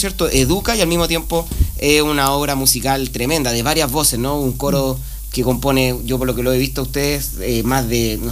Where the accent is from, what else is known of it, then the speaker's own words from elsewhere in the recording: Chile; como chileno y chilena